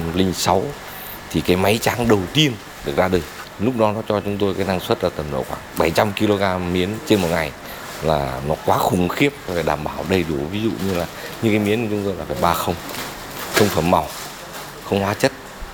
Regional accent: Hanoi, Vietnam; trong đình So của chúng tôi

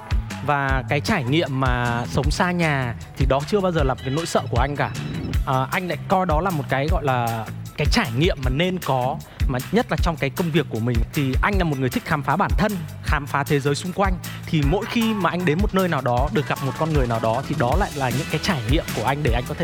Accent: Northern Vietnam, Vietnam; born there; moved away as an adult; now in Ho Chi Minh City, Vietnam

